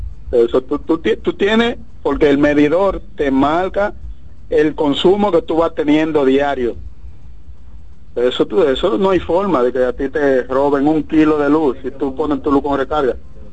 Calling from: Punta Cana, La Altagracia, Dominican Republic; Buenas tardes … desde Punta Cana.

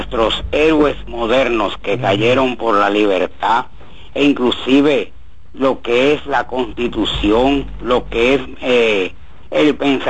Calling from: Jarabacoa, La Vega, Dominican Republic; de Jarabacoa

